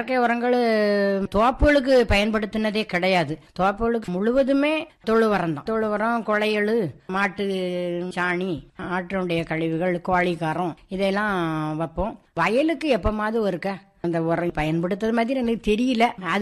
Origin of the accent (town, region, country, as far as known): Tamil Nadu, India